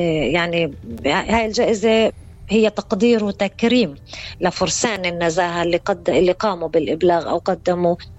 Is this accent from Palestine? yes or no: yes; Palestine; احنا كشعب فلسطيني